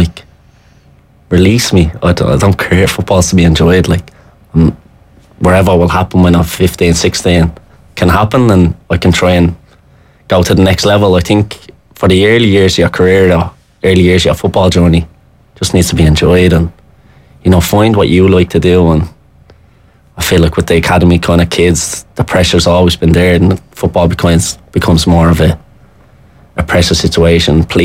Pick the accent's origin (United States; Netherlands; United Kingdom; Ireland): Ireland; Dublin, Leinster; I'm from Smithfield.